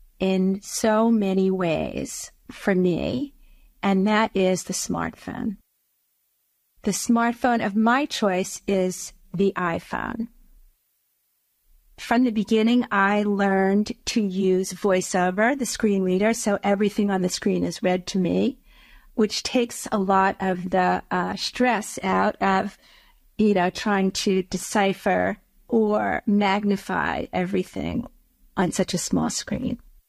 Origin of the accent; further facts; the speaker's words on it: New York, United States; I am from New York.